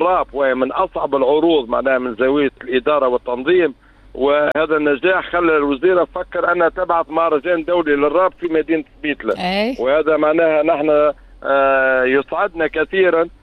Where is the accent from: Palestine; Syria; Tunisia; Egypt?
Tunisia